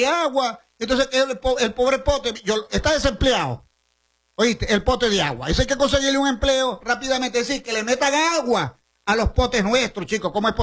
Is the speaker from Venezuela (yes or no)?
yes; Venezuela; porque así somos los venezolanos, somos solidarios.